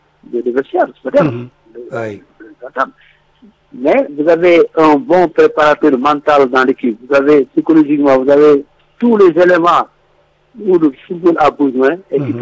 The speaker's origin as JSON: {"language": "French", "country": "Senegal", "said": "en tant que Sénégalais"}